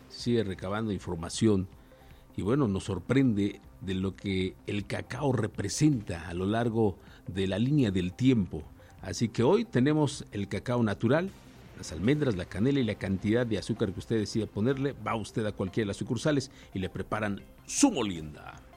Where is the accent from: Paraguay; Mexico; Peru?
Mexico